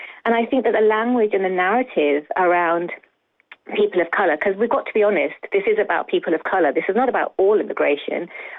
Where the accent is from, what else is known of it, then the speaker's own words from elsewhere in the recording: United Kingdom; born there; I'm an Indian woman. I was born here. My parents are of East African origin.